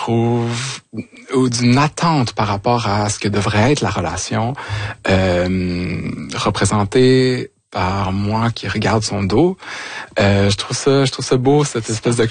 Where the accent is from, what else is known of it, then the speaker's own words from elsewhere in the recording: Vaudreuil-Soulanges, Quebec, Canada; Et donc moi je suis retournée dans ma région natale, c'est-à-dire Vaudreuil-Soulanges